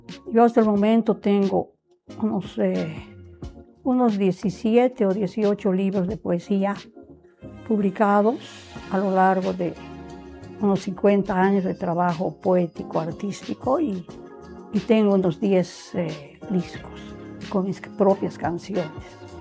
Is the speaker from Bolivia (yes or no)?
yes; Sucre, Chuquisaca, Bolivia; born there; nací en Sucre y viajé por muchas partes